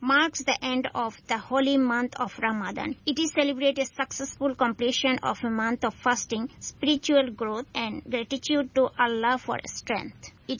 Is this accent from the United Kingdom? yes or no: no; Bangladesh; my home country, Bangladesh